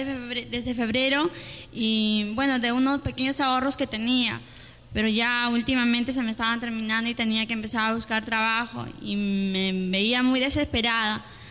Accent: Chilca, Lima, Peru; yo vengo de Chilca.

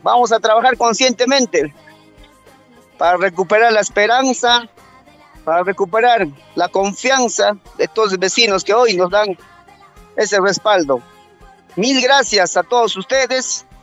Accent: Huaraz, Ancash, Peru; Como guaracino que soy, como vivo Independencia

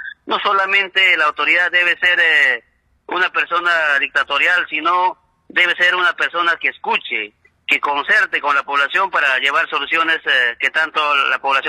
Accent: Pichanaki, Junín, Peru

